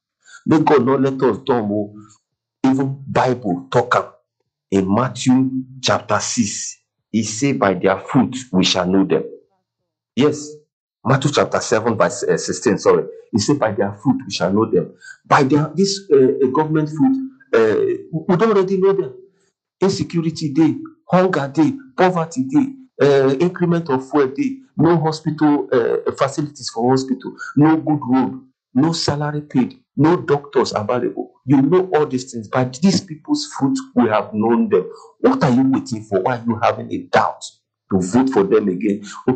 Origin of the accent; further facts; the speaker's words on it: Nigeria; We should remember that we are Nigerian.